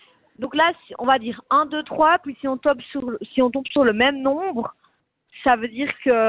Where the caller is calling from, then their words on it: Lausanne, Vaud, Switzerland; je suis à Lausanne.